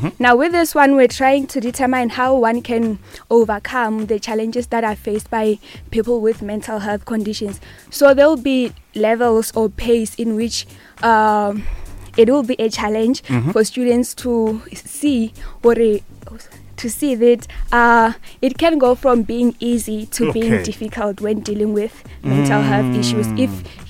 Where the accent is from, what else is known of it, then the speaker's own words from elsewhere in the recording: Limpopo, South Africa; I'm from Moleji.